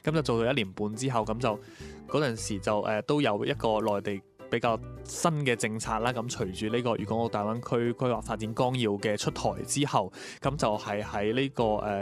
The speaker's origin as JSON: {"language": "Cantonese", "country": "Hong Kong", "tie": "born or raised there", "moved": "as an adult", "lives_now": "Nansha, China", "said": "我是一个土生土长的香港人，前18年都是在香港度，在香港出世啦，咁之后在香港读书成长咁样，咁就直至18岁嗰年，咁就读完 DSE"}